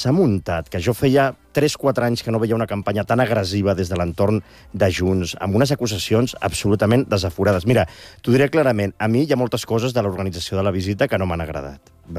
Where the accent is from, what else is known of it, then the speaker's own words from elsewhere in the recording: Catalonia, Spain; first language Catalan; Jo que sóc catalanoparlant com a llengua materna